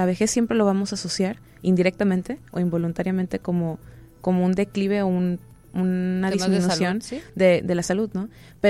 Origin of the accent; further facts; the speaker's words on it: Mexico; nosotros como mexicanos somos muy acogedores, somos muy de abrazar a la gente también